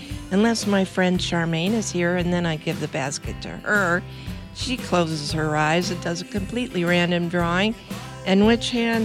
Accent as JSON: {"language": "English", "region": "California", "country": "United States", "tie": "born or raised there", "said": "Most people know I grew up in California near San Francisco"}